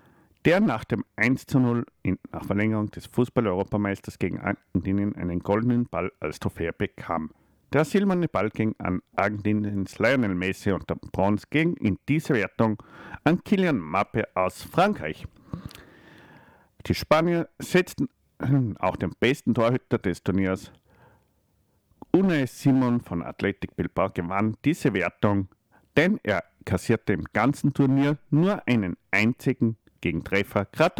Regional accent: Austria; wir können als Österreicher

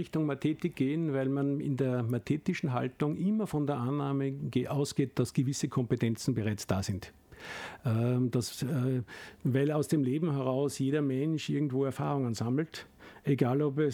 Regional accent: Austria; Es war auch die Zeit, wo zum Beispiel bei uns in Österreich das Schulsystem und die Schulpflicht eingeführt worden ist von Maria Theresia.

